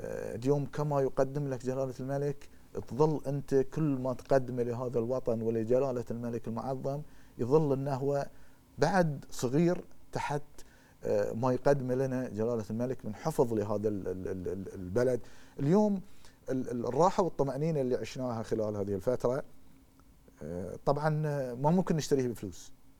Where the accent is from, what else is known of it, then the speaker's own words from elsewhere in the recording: Bahrain; احنا بحرينيين